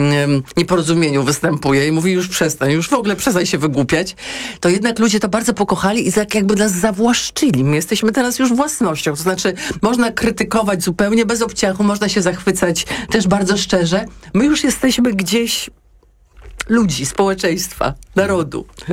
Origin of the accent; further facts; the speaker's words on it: Białystok, Podlaskie Voivodeship, Poland; stadion Jagiellonii Białystok, mojego rodzinnego miasta